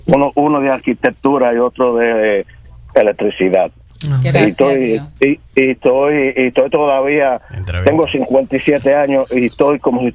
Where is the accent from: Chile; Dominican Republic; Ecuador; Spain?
Dominican Republic; Yo soy dominicano, sí.